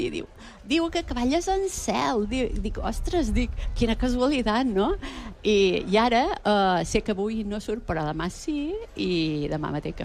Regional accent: Es Migjorn Gran, Balearic Islands, Spain; som dels Mitjors

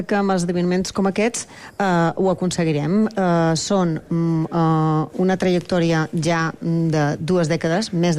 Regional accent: Balearic Islands, Spain; Som de Balears

